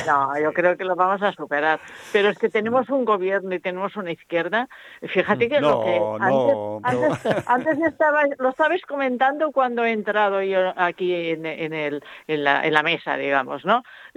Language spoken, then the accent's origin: Spanish; Catalonia, Spain; encima somos catalanes españoles